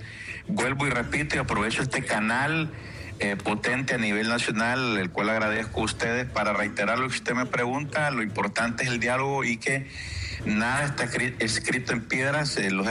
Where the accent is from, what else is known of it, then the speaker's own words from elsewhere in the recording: El Progreso, Yoro, Honduras; somos hondureños, somos progreseños.